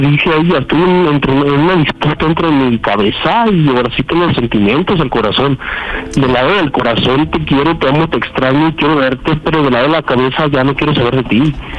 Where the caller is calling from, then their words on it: Tierra Caliente, Mexico; yo soy de Tierra Caliente.